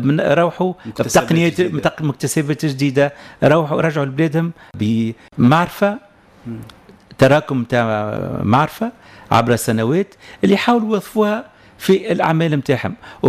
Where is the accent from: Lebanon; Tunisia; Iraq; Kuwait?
Tunisia